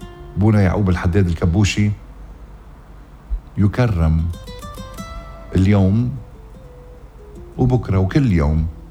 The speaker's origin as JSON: {"language": "Arabic", "town": "Ghazir", "region": "Keserwan-Jbeil", "country": "Lebanon", "tie": "born or raised there", "said": "ابن ضيعتي الحلوة غزير"}